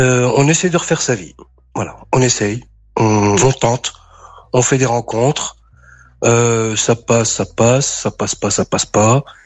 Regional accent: France; born there; Bah après, moi je suis né en France.

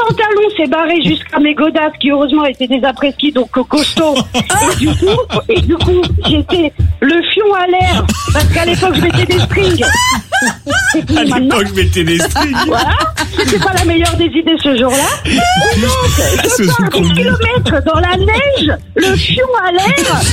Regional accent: Vigneux-sur-Seine, Île-de-France, France; Je suis du 91 de Vigneux-sur-Seine.

